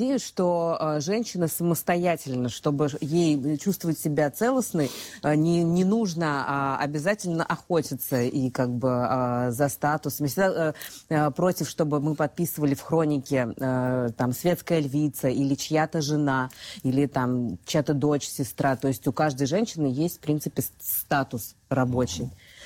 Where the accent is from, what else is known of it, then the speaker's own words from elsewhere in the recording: Moscow, Russia; Я всю жизнь для 25 лет речной вокзал.